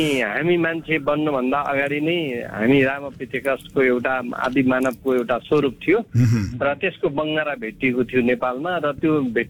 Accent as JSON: {"language": "Nepali", "area": "Palpa District", "region": "Lumbini Province", "country": "Nepal", "tie": "born or raised there", "said": "मेरो घर पाल्पा जिल्लाको तिनाउ गाउँपालिका वडा नम्बर 2 दोवान भन्ने ठाउँमा पर्छ. म जन्मे हुर्केको ठाउँ यही हो, पढे लेखेको ठाउँ यही हो. मेरो घर तिनाउ पाल्पामा पर्छ."}